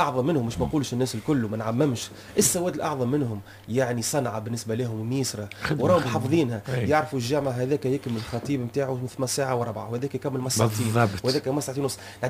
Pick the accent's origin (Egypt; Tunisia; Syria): Tunisia; لكن نافع أقرأ راويين الراوي الأول وهو ورش الراوي الثاني وهو قالو مما اشتهر عندنا في تونس يعني منذ قديم يعني منذ قديم هي رواية ورش